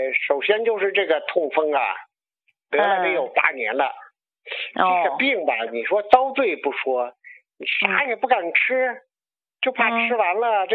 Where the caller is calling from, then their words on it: Baoding, Hebei, China; 我河北保定的。